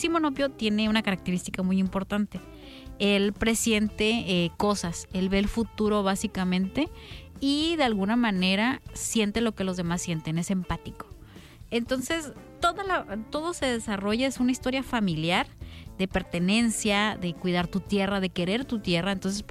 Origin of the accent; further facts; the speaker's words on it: Baja California, Mexico; nosotros crecimos en Baja California, pero sabemos qué es lo que es el norte, ¿no?